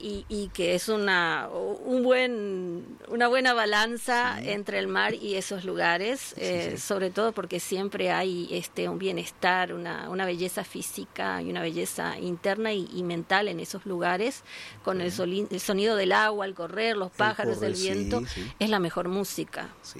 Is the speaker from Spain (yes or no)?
no; Uruguay; also born or lived in Montevideo; Yo soy uruguaya, nací en Montevideo y después me fui a vivir a un balneario, a una cuadra del mar, y el lugar era una inspiración tremenda para escribir.